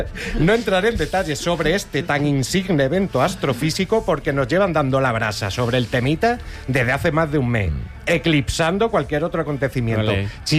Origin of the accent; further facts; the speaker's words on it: Almendralejo, Extremadura, Spain; Es que nosotros siempre hemos hecho ese juego en mi pueblo.